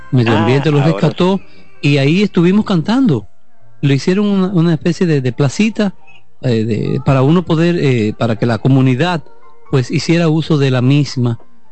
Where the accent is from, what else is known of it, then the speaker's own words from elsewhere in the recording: Dominican Republic; Son los colores que nosotros como dominicanos y dominicanas tenemos adentro.